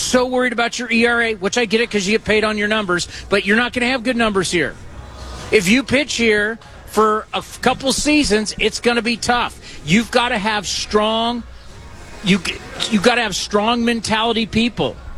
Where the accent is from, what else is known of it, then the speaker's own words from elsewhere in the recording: Oklahoma, United States; I'm from Oklahoma.